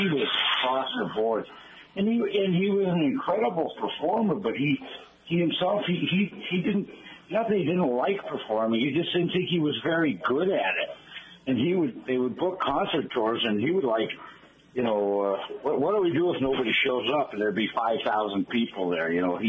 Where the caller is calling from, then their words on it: Colorado, United States; you know I'm from Colorado.